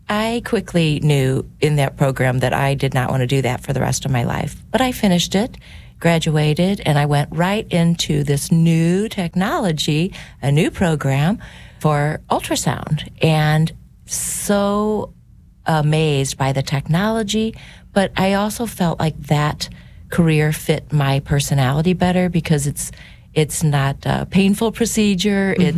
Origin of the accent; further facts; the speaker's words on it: Crestwood, Missouri, United States; Yep. I grew up in Crestwood. I went to St. Elizabeth of Hungary, and then I went to Lindbergh High School. I'm one of six children in a awesome Catholic family